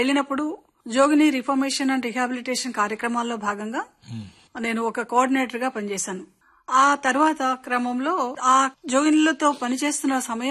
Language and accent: Telugu; Adilabad district, Telangana, India; also born or lived in Mancherial; now in Hyderabad, India; నేను పుట్టింది వరంగల్ జిల్లాలో అండి. తర్వాత బాల్యం అంతా జరిగింది ఆదిలాబాద్ జిల్లాలో ఓ అడవంచి పల్లెలో, లక్సరిపేట దగ్గరలోని బుద్ధిపల్లి అనే గ్రామం అన్నమాట. అక్కడ పెరిగాను.